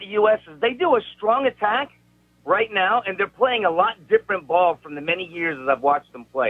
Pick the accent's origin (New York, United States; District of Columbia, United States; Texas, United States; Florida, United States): Florida, United States; Miami; born there; I'm an old man, so I was made in Germany. I was born in Miami. Okay. My mother's Croatian, my father's German.